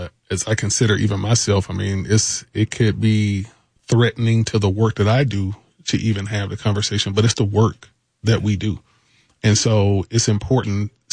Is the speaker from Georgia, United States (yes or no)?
yes; Atlanta, Georgia, United States; moved away; I was born and raised in the Bankhead community and just recently moved back there at age 50, along with my wife, Kelly.